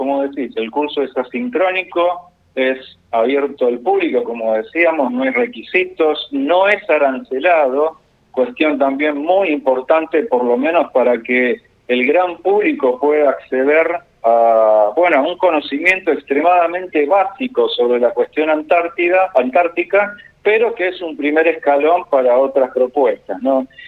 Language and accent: Spanish; Argentina